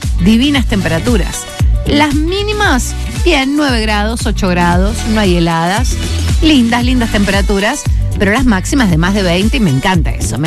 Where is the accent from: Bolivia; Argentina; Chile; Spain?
Argentina; Punta Alta, Buenos Aires Province; Muy bien, allá nos vamos. Para mi pueblito.